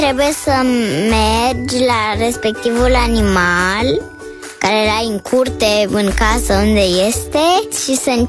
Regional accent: Bucharest, Romania; Bună, eu sunt … din București și am 7 ani.

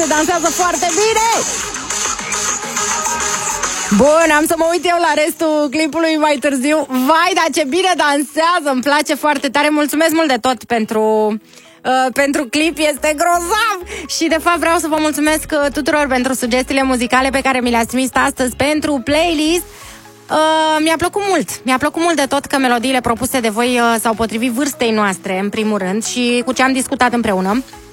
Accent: Bucharest, Romania; … din București, am 8 ani

